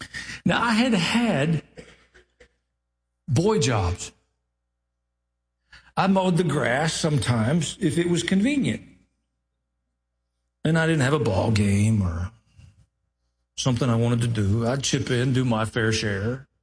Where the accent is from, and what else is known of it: Tennessee, United States; born or raised there